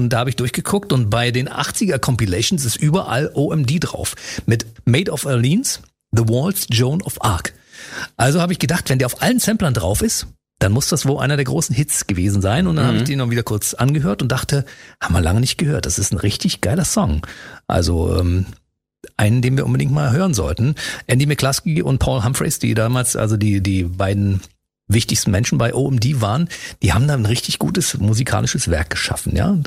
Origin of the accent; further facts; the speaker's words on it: East Germany, Germany; Ich bin aus dem Osten, wir hatten keine Leopardenhosen, Freunde. Und 100 Mark hatten wir auch nicht.